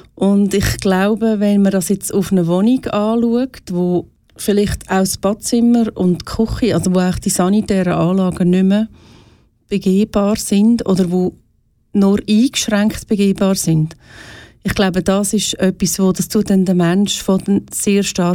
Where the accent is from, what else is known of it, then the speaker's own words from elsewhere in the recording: Switzerland; Auch bei uns in der Schweiz nicht.